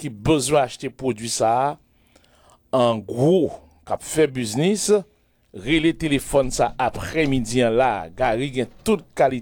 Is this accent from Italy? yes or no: no; Haiti; Moi-même, je suis humain, je suis un haïtien, je suis un père de famille, je suis un grand-père.